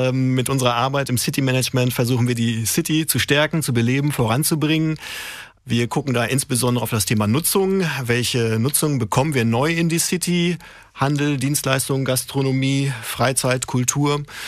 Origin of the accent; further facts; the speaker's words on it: Gütersloh, North Rhine-Westphalia, Germany; moved away as an adult; now in Dortmund, Germany; Gebürtig komme ich aus Gütersloh in Ostwestfalen.